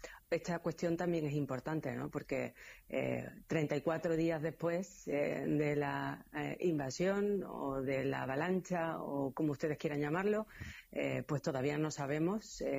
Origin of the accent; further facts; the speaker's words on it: Ceuta, Spain; Los que somos de Ceuta conocemos evidentemente a nuestros vecinos porque al final es una ciudad pequeña y todos nos conocemos y todos sabemos, ¿no?